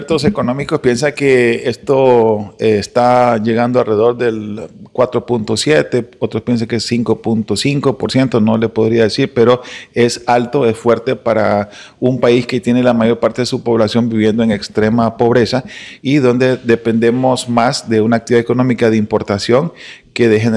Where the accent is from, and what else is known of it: Honduras